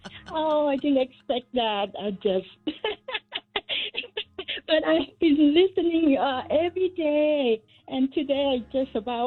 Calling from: Los Angeles, California, United States

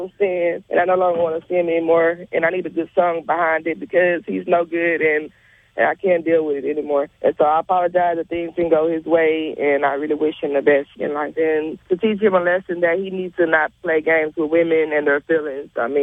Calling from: Long Beach, California, United States; I'm calling from Long Beach.

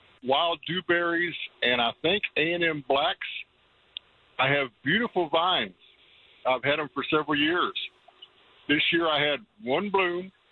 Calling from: Timberwood Park, Texas, United States; I live out in Timberwood Park.

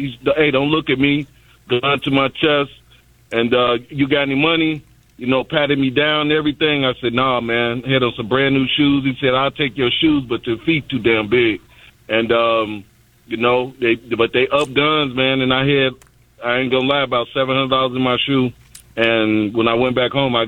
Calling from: Chicago, Illinois, United States; because I was from Chicago.

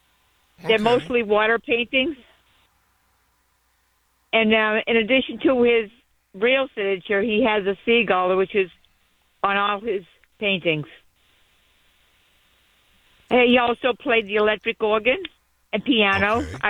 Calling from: Weymouth, Massachusetts, United States

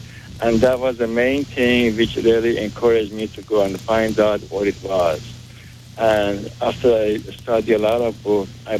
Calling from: Chicago, Illinois, United States; Yes, I'm calling from Chicago.

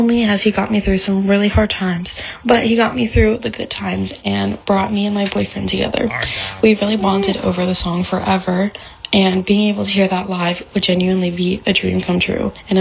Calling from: Irwin, Pennsylvania, United States; I'm from Irwin, Pennsylvania.

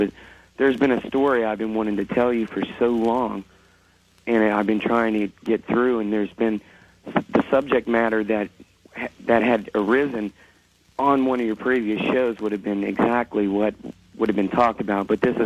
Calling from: Tampa, Florida, United States; I'm calling from Tampa, Florida.

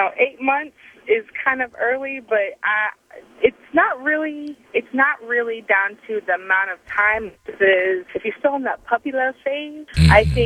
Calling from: Pensacola, Florida, United States; I'm from Pensacola, Florida.

